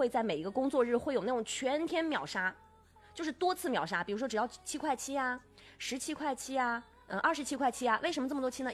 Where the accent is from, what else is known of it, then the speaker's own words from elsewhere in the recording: Jiangxi, China; 我们江西人